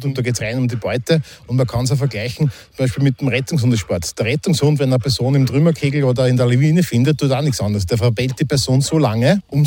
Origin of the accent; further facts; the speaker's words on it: Austria; als Österreicher